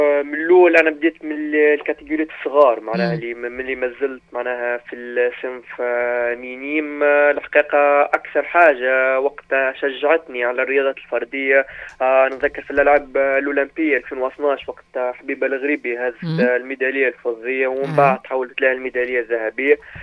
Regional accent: Jendouba, Jendouba Governorate, Tunisia; now in Radès, Tunisia; أنا صحيح نعيش توا في رادس، مي أنا راني من جندوبة، معناها كبرت في جندوبة ولدت في جندوبة، ومن بعد كتخلت للمنتخب الوطني تنقلت الرادس

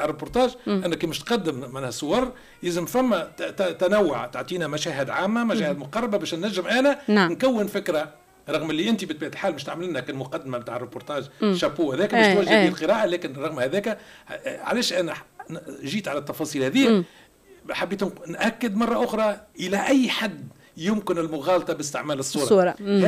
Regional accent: Tunisia; واحنا منها تونس

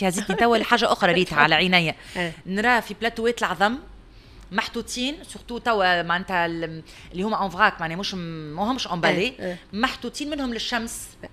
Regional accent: Tunisia

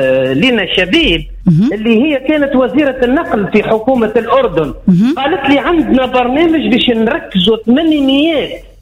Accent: Tunisia; احنا كدولة تونسية

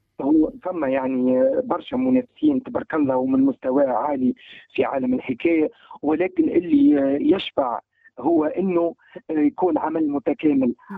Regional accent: Tunisia; كتونسي مبدع في مجالي،

